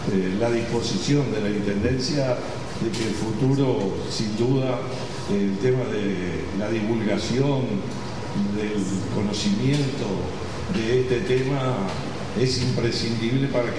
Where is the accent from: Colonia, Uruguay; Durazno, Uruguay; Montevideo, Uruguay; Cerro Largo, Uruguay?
Colonia, Uruguay; Carmelo